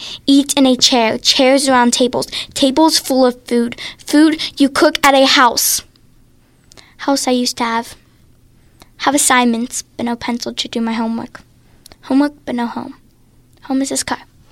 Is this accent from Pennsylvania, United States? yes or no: yes; Pennsylvania, United States; I'm from the north side.